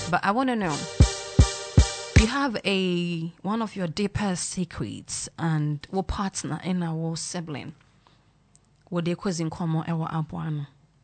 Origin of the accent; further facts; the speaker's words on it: Ghana; I'm Ghanaian